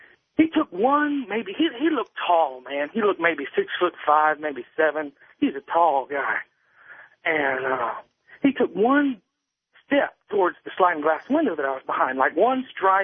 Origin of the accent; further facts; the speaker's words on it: Dallas, Texas, United States; But I'm from Dallas, Texas, and I live with my grandparents in an old house.